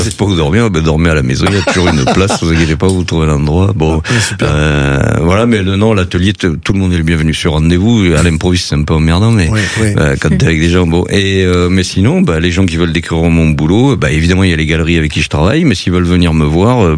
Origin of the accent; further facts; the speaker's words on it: Portugal; Comme je suis portugais, il fallait jouer au foot, mais j'ai toujours été très nul.